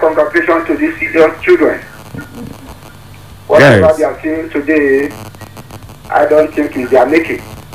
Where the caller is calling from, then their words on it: Nigeria; our country called Nigeria